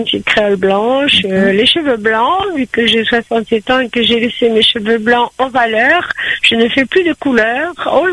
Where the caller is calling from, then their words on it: Béziers, Occitanie, France; Moi je suis à Béziers, mais bon, moi je suis une nomade.